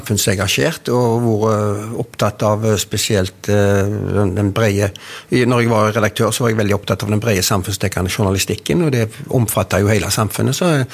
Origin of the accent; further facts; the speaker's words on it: Håvik, Rogaland, Norway; Jeg er fra Håvik